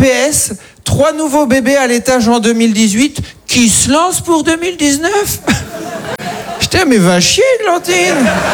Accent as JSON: {"language": "French", "town": "Caen", "region": "Normandy", "country": "France", "also_born_or_lived": "Paris"}